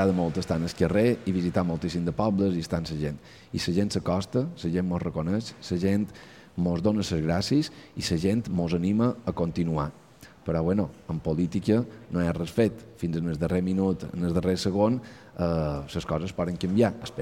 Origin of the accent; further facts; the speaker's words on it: Mallorca, Balearic Islands, Spain; Som mallorquins